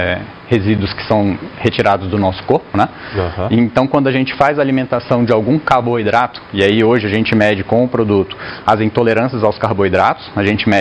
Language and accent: Portuguese; Brasília, Federal District, Brazil; eu sou engenheiro eletricista de formação, eu formei na UNB, eu sou de Brasília.